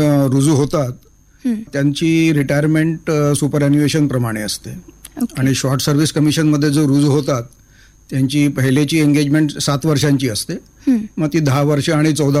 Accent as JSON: {"language": "Marathi", "town": "Nagpur", "region": "Maharashtra", "country": "India", "tie": "born or raised there", "said": "माझा जन्म आणि शिक्षण नागपुरात झालं आहे."}